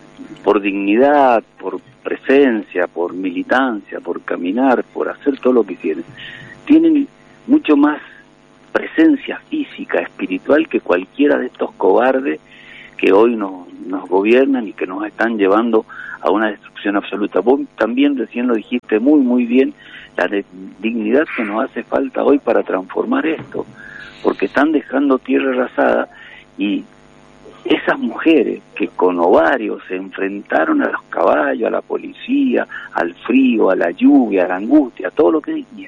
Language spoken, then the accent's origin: Spanish; Argentina; como patria, como nación, como argentino